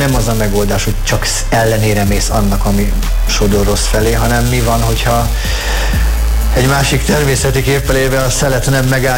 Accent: Hungary; ugye én Duna mellett nőttem fel

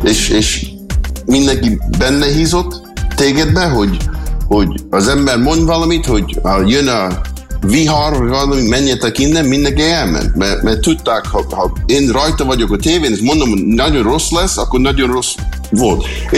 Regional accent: Hungary; now in United States; Én olyan boldog vagyok, hogy magyar vagyok.

